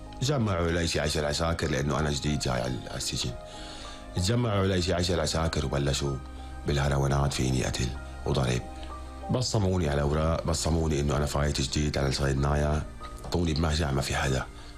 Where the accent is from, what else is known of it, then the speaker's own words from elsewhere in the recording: Syria; قلت له من حلستا قرب لعندي. قلت له انا من حلستا قرب.